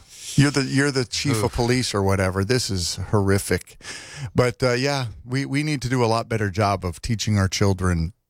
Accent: Connecticut, United States; moved away; my home state of Connecticut

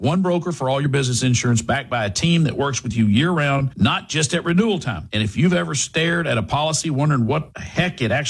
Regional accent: Texas, United States; it feels like the way I grew up in East Texas, out in the woods

